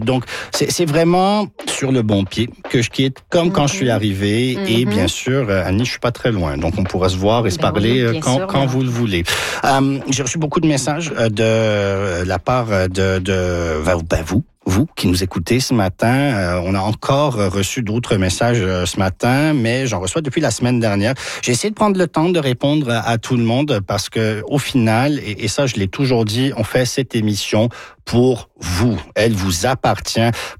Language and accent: French; Toronto, Ontario, Canada; quand j'étais petit, en grandissant à Toronto